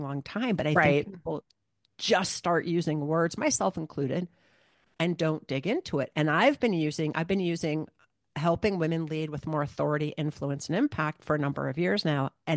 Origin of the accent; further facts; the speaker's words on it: Michigan, United States; also born or lived in Ohio; so I grew up in Michigan and Ohio. And when I was really young, I wanted to be a rabbi.